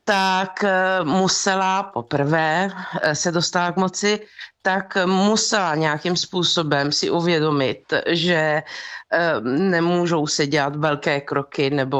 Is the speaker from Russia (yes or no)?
no; Bari, Apulia, Italy; Czech is a second language; now in Czech Republic; Je to výjimečné, proto to taky slavila a slavila to v Bari, což je moje město.